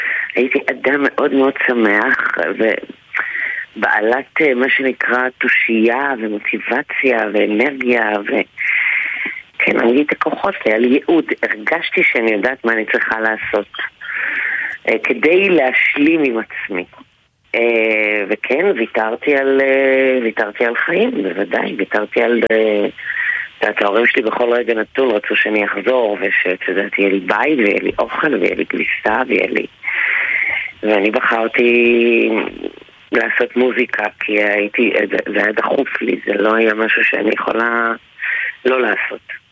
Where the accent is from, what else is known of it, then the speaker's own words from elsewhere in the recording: Beersheba, Southern District, Israel; born there; moved away as an adult; now in Tel Aviv, Israel; אני באה מבאר שבע, הגעתי למרכז בערך בגיל 20